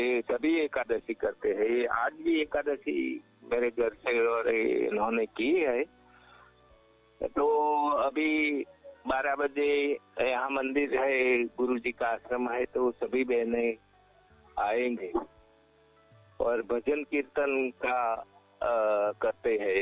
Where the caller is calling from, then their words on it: Gujarat, India; हमारे यहाँ गुजरात में, तो हमारे गांव में